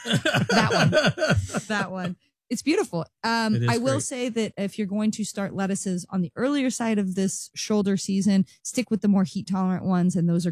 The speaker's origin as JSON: {"language": "English", "region": "Kansas", "country": "United States", "tie": "born or raised there", "said": "I grew up on it in Kansas and it was like, you know, it had no flavor."}